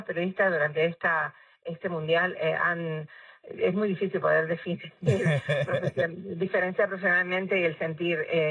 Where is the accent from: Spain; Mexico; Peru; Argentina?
Argentina; yo soy argentina